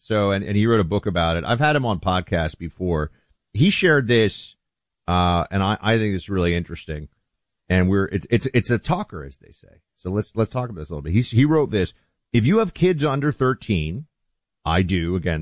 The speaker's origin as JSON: {"language": "English", "town": "New York City", "region": "New York", "country": "United States", "tie": "born or raised there", "said": "I grew up in New York City where kids were just taking the subway or taxis if it was, you know, at night or whatever to get around, or walking, obviously."}